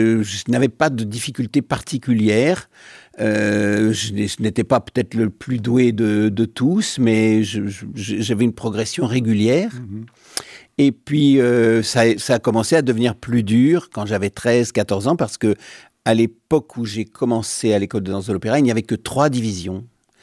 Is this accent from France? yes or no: yes; Paris, Île-de-France, France; Je suis un petit parisien plutôt banlieusard, mais parisien, oui.